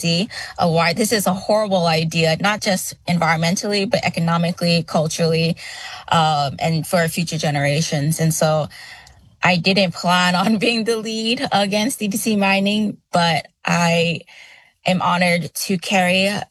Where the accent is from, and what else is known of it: Pago Pago, Eastern District, American Samoa; born or raised there; also born or lived in California